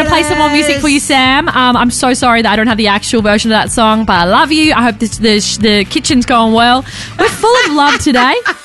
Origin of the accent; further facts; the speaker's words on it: Perth, Western Australia, Australia; now in Melbourne, Australia; I was going through Perth, which is my hometown, on my way back to Melbourne after coming back from overseas.